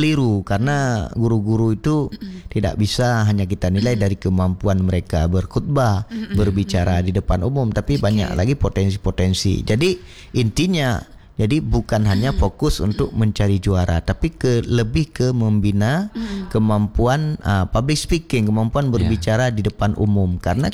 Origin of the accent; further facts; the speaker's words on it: Aceh, Indonesia; dalam tradisi kita Aceh